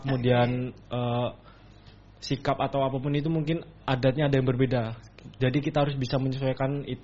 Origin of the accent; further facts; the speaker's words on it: East Java, Indonesia; saya mungkin berasal dari Jawa Timur